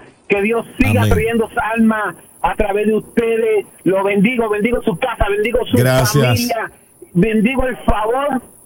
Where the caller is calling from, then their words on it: Opa-locka, Florida, United States; Bueno, yo vivo en este momento, estoy vivo en Opa Loca. Vengo a Opa Loca en este momento.